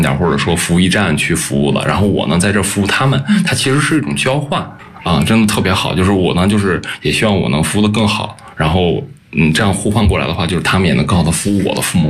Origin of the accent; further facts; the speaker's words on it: Xinjiang, China; moved away as an adult; now in Beijing, China; 因为我是外地的，我是新疆的嘛